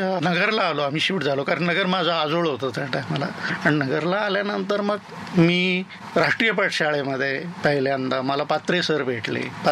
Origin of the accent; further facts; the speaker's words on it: Sangamner, Maharashtra, India; मी संगमनेरचा आणि संगमनेरमध्येच माझं लहानपण गेलं. संगमनेर त्या टायमाला खूपच छोटं गाव होतं. प्रवरा नदी, म्हाळुंगी नदी वाहत होत्या त्या टायमाला आणि संगम तिथे असल्यामुळेच त्याला संगमनेर म्हणतात.